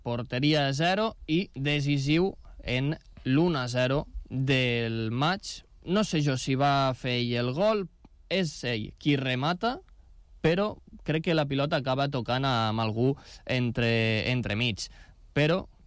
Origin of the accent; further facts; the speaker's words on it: Lleida, Catalonia, Spain; I nosaltres, com a lleidatans, que intentarem estar al Camp del Sunyer per la nova aventura del Lleida Club de Futbol a la quarta catalana.